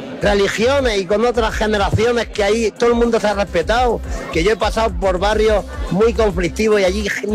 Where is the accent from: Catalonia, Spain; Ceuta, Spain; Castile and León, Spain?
Ceuta, Spain; Fui ceutí y me considero ceutí y yo siento eso como si yo estuviera allí.